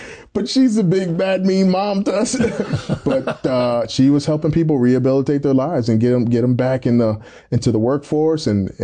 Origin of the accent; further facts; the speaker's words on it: Tampa, Florida, United States; Born and raised in Tampa, Florida.